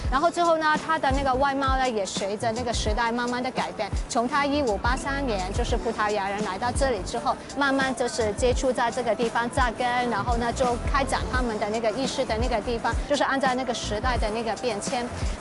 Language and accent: Chinese; Macau; 我们澳门人叫它做骑楼。